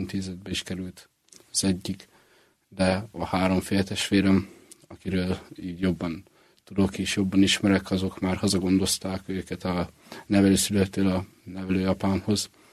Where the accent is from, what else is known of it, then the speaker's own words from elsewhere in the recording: Mezőberény, Békés, Hungary; és utána leköltöztünk Békés megyébe, azon belül Mezőberénybe. Utána ott töltöttem a gyerekkorom, egészen 8 éves koromig, elég szegény körülmények közt.